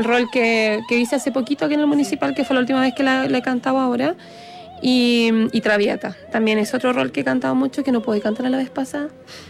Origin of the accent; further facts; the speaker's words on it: Guayacán, Coquimbo, Chile; yo soy de Guayacán, de Tierras Blancas, en la región de Coquimbo, y estoy cantando este arte